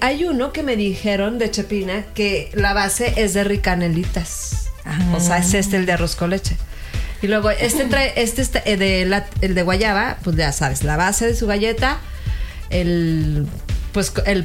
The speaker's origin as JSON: {"language": "Spanish", "country": "Mexico", "said": "Pero aparte, como buen mexicano, pues vas apostando todos tus ahorros. O sea, la mayoría no es que seamos millonarios."}